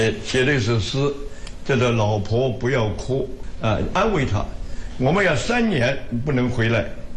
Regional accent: Hunan, China; 洞庭湖一带我家乡荷花都多，那个时候常常到外婆家一个小城，城门外面就是个小荷塘

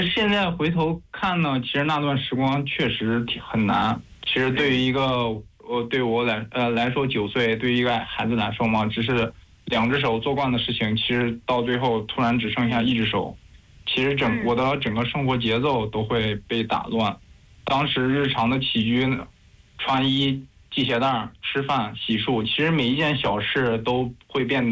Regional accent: Anguo, Hebei, China; born there; moved away as an adult; now in Tumxuk, Xinjiang, China; 我是2001年6月出生在河北安国，是一名共产党员。

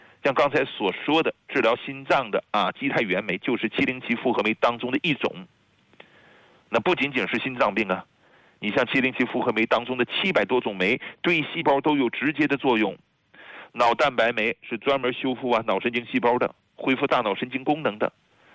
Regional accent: China; 我说啊，我是中国人，我不可能让他们专利垄断以后再以成百上千倍的价格卖给咱们中国的老百姓

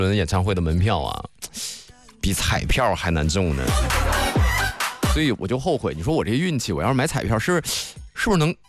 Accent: Nangong, Hebei, China; 你像我们这个老家，我老家是邢台南宫的，我前几位呢就是13221，

